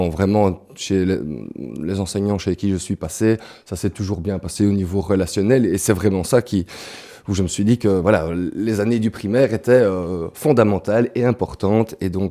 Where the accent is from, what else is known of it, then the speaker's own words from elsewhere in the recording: Wallonia, Belgium; moved away as an adult; also born or lived in Lubumbashi, Congo; now in Namur area, Belgium; Moi, je viens d'un petit village qui est situé près de Liège. Voilà, où j'ai fait aussi mes classes primaires et maternelles dans ce petit village.